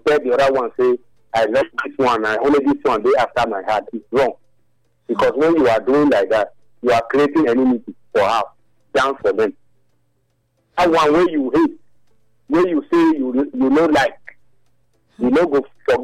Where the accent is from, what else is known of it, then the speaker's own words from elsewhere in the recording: South Africa; now in Nigeria; I'm from South Africa.